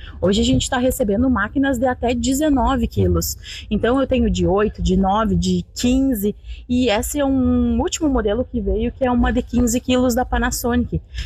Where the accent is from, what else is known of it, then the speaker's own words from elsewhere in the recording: Restinga Seca, Rio Grande do Sul, Brazil; Eu sou de Restinga